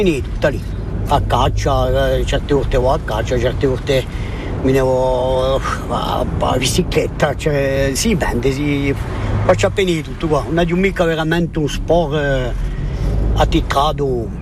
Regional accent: Vezzani, Corsica, France; io so mica qui, io so di Vezzani

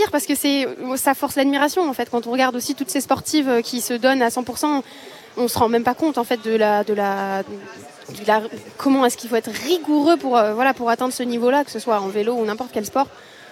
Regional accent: Nice, Provence-Alpes-Côte d'Azur, France; born or raised there

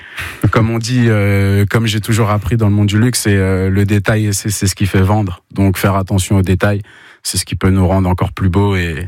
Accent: Saint-Ouen, Île-de-France, France; moved away as an adult; also born or lived in Aix-en-Provence; now in Mayenne, France; j'ai grandi à Paris, exactement à Saint-Ouen, pour vous situer un peu là où se trouvent les puces de Clignancourt.

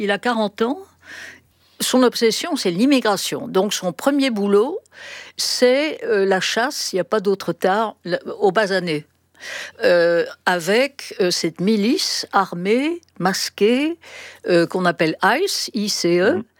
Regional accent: France; chez nous en France

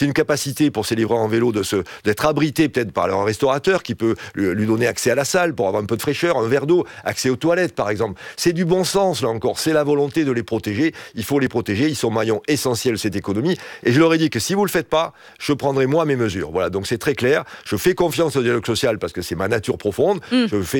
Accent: South-West France, France

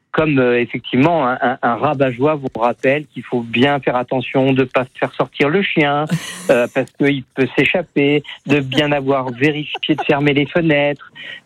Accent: Île-de-France, France; Je suis un Savoyard d'adoption depuis presque 40 ans, mais je viens de la région parisienne.

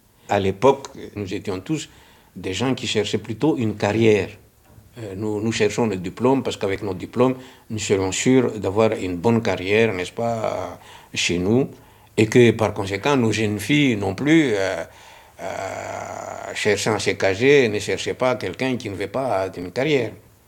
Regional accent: Madagascar; comme chez nous à Madagascar

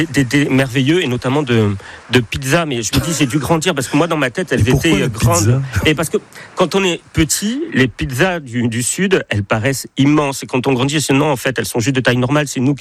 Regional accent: Occitanie, France; Oui, moi j'ai grandi à Maubeaulieu, juste à côté de Versailles, au milieu des champs avec les petites balades à vélo

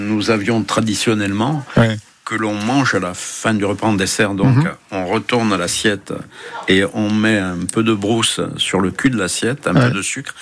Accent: Corsica, France; first language Corsican; French is a second language

